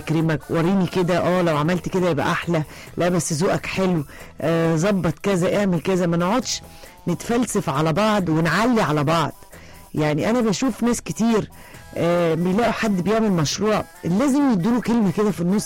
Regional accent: Egypt

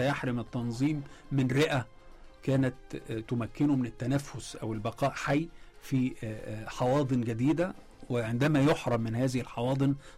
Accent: Egypt

